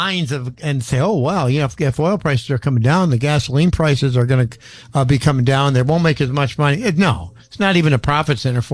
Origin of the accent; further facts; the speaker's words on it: South Dakota, United States; moved away; I think growing up in South Dakota, I never learned how to deal with crowds. we didn't have a lot there.